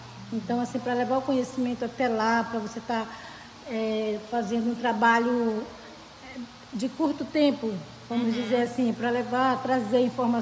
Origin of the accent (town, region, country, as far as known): Jutaí, Amazonas, Brazil